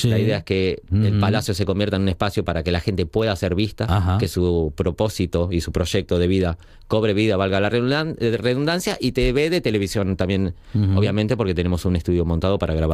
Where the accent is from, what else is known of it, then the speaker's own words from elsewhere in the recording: Argentina; now in Asturias, Spain; en Argentina tenemos nuestra Patagonia hermosa, también maravillosa, nuestra Pampa